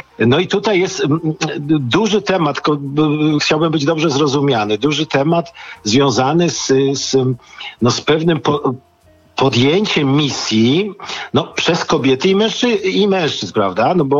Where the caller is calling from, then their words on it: Kraków, Lesser Poland, Poland; z Krakowa